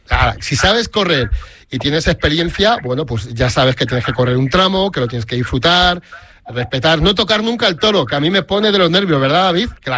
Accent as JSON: {"language": "Spanish", "region": "Navarre", "country": "Spain", "said": "siendo medio navarro, no he corrido nunca ni me lo he planteado ir a San Fermín"}